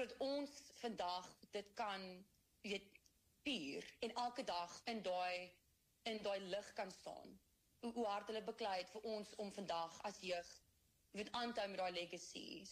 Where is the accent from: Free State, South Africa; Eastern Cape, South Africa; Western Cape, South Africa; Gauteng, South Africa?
Western Cape, South Africa; Durbanville; Ek het groot geword in Durbanville, ek het 2 broers